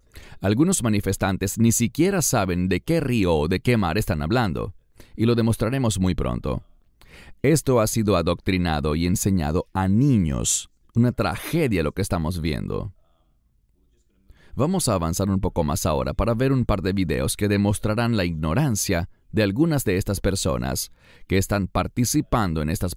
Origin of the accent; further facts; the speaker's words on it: Colombia; Yo vengo de Colombia apoyando la protesta en Colombia y ahora estamos apoyando la protesta aquí en Nueva York.